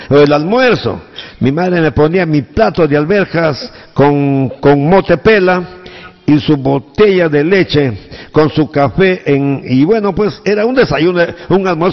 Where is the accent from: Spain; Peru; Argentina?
Peru; Pimpingos, Cajamarca; en mi pueblo, en Pimpincos